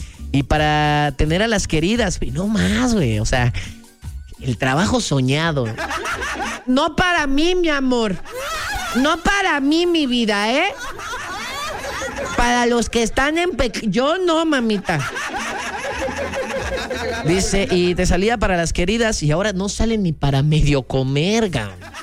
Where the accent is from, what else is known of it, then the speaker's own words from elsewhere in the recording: Córdoba, Veracruz, Mexico; moved away; also born or lived in Orizaba; allá en mi rancho, yo vengo de pues, la zona de las altas montañas, ¿no? Nací y crecí en Cordobaches, pero también viví un tiempo en Orizaba